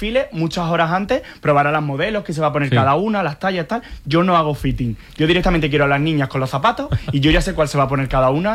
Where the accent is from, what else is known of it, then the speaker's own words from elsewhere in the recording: Andalusia, Spain; Quiero llevar mi tierra por bandera, Julio Romero de Torres, la Amapola, la de mi Valle de los Pedroches, los patios de Córdoba